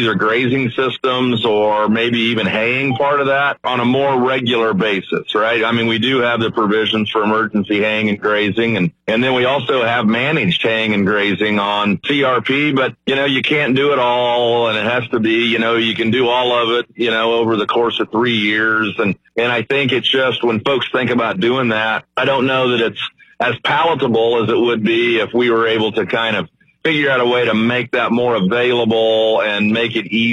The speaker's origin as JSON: {"language": "English", "region": "Missouri", "country": "United States", "said": "I'm from Northwest Missouri"}